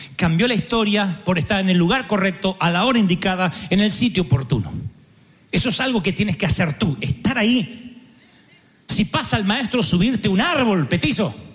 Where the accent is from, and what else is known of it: Argentina